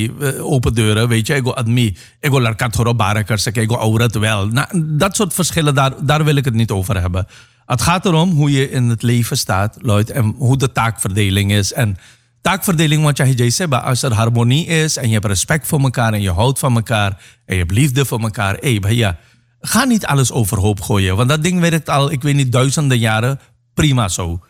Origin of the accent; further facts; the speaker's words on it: Suriname; dus ik ben in Suriname opgegroeid dus ham san naam me vanaf jongs af aan heb ik die bomen natuurlijk gezien.